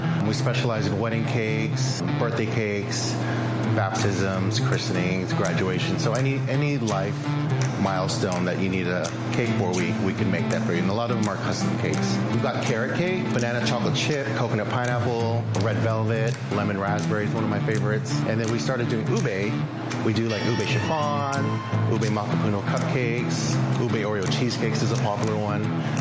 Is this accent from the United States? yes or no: no; Philippines; I'm Filipino. I know about ube.